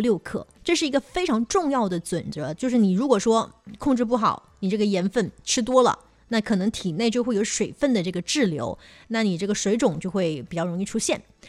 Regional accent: Guangdong, China; 就我们广东人懂得都懂啊，

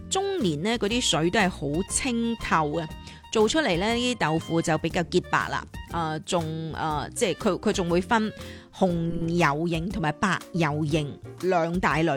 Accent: Guangdong, China; 我哋广东人就话啦，无鸡不成宴。

